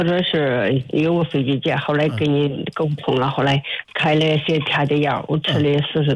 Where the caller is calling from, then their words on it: Shijiazhuang, Hebei, China; 我是河北的，石家庄的。